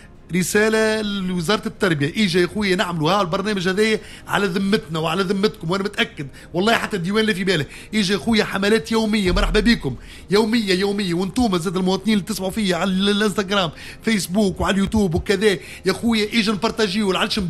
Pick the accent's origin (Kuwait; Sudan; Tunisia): Tunisia; أنا كمواطن تونسي